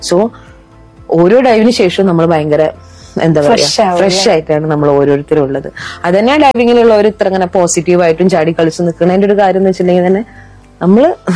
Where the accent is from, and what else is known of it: Pattambi, Kerala, India; born or raised there